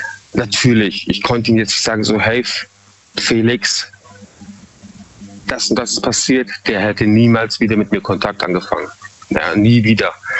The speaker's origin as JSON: {"language": "German", "town": "Munich", "region": "Bavaria", "country": "Germany", "tie": "born or raised there", "lives_now": "Freiburg, Germany", "said": "Also ich bin ursprünglich aus Bayern, ja, Münchner Kindl. Und bewusst bin ich damals eben nach Eichstätten, also nach Freiburg gezogen, um mich einfach so ein bisschen zu distanzieren."}